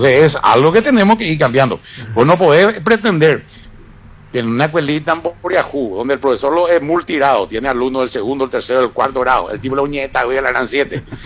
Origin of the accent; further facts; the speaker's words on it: Paraguay; como ciudadano paraguayo? Como abuelo y como padre.